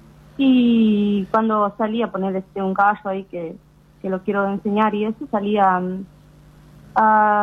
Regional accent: Tacuarembó, Uruguay; moved away as an adult; now in Paso de los Novillos, Uruguay; Yo soy de Los Cuadrados, acá del pueblo cerca de Cristina, pero ahora hace 10 años que estoy en Paso de los Novillos con mi pareja.

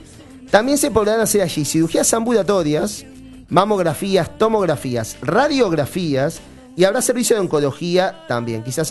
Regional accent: Uruguay

